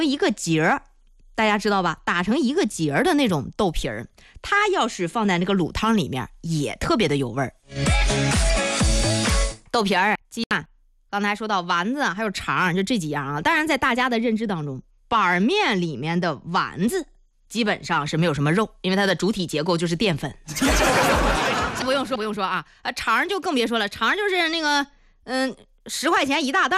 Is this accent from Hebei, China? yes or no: yes; Hebei, China; 作为一个河北人